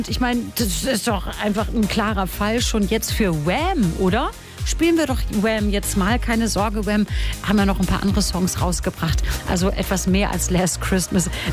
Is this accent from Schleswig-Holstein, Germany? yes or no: yes; Kiel, Schleswig-Holstein, Germany; born there; ich bin zwar gebürtige Schleswig-Holsteinerin, also Kieler Sprotte